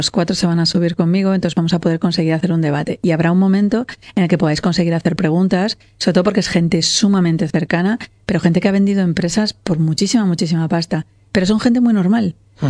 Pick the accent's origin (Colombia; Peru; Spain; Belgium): Spain; Valladolid, Castile and León; por eso yo quiero traerlo a Valladolid. A mí me gusta mucho mi tierra, me gusta mucho poder estar aquí, la gente que somos de aquí